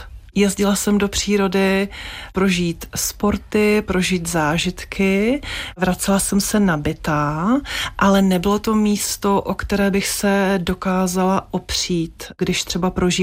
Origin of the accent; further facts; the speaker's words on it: Ostrava, Moravian-Silesian Region, Czechia; Takže jsem zůstala ve svém rodišti v Ostravě.